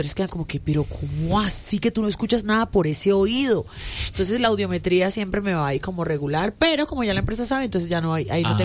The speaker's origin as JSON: {"language": "Spanish", "country": "Colombia", "said": "como todo colombiano, a última hora estamos haciendo los exámenes."}